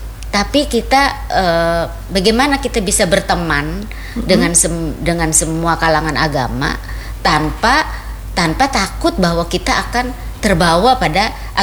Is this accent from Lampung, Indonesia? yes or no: no; South Kalimantan, Indonesia; memang kultur kita orang Banjar ini cenderung ya jerpian tadi istilahnya alergi lah